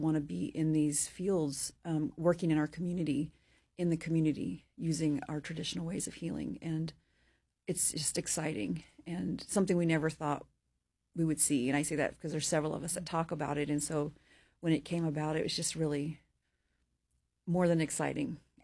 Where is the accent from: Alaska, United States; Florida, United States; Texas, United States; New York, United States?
Alaska, United States; Ketchikan; Well, so I grew up in Heidelberg in Ketchikan, and so, but I'm an environmental scientist.